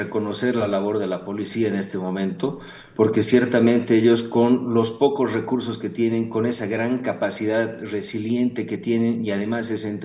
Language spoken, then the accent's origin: Spanish; Bolivia